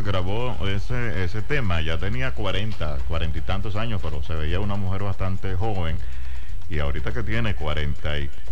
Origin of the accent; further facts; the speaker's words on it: Caripito, Monagas, Venezuela; allá en mi pueblo, en Caripito.